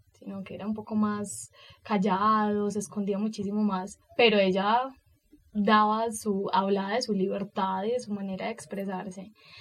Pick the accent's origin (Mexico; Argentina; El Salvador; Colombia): Colombia; siendo colombiano, las joyas literarias que tenemos en nuestro país.